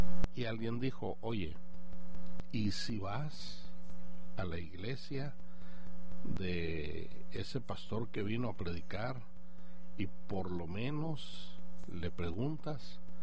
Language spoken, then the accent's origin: Spanish; Chihuahua, Mexico; Yo estaba en la ciudad de Chihuahua, de donde soy originario. En ese tiempo tenía 17 años y recién había conocido al Señor